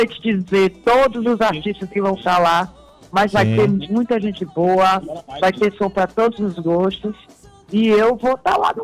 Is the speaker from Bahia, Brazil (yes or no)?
yes; Itabuna, Bahia, Brazil; born there; also born or lived in Salvador / Rio de Janeiro; porque a primeira casa que eu tenho foi onde eu nasci